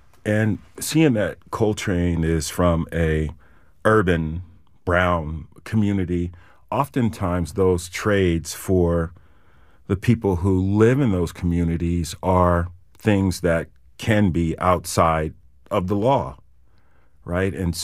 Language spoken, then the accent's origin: English; San Diego, California, United States; the San Diego that I grew up